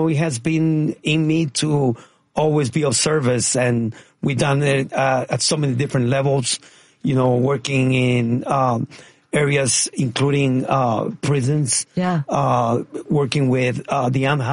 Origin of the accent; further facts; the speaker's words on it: Hollywood, California, United States; I am a native from Hollywood, California.